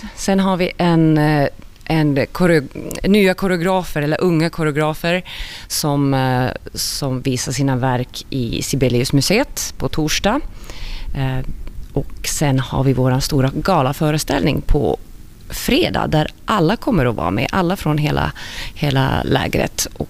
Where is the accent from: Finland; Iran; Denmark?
Finland; Och ja, vi kommer från Finland såklart